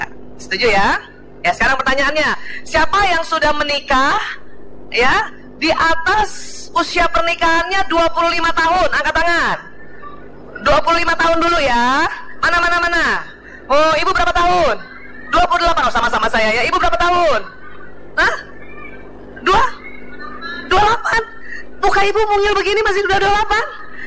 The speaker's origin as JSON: {"language": "Indonesian", "region": "Jakarta", "country": "Indonesia", "tie": "born there", "said": "Saya lahir di Jakarta 17 Desember tahun 1968. Usia saya sekarang 51 tahun, alhamdulillah. Anak kedua dari 5 bersaudara."}